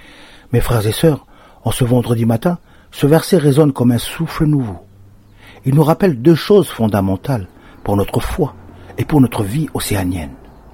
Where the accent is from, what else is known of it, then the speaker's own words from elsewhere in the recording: New Caledonia; Chez nous, en Kanaky Nouvelle-Calédonie